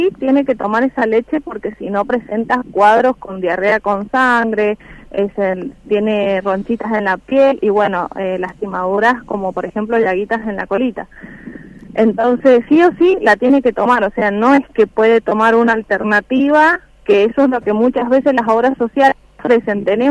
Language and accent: Spanish; San Martín, Mendoza, Argentina; No, yo soy de acá, de San Martín.